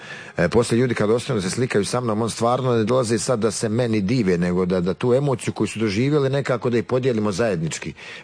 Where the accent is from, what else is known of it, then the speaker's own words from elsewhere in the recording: Bosnia & Herzegovina; Jer kod nas u Bosni kaže ne valja se smijati, oplakat ćeš.